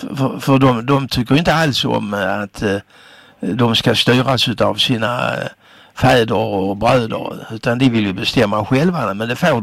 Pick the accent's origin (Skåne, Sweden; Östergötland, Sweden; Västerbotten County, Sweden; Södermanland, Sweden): Skåne, Sweden; vi är skåningar.